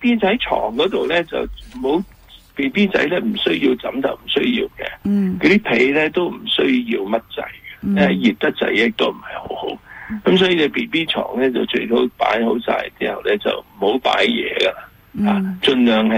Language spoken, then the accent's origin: Cantonese; China; 但系如果你我哋中国人好多时都唔系好大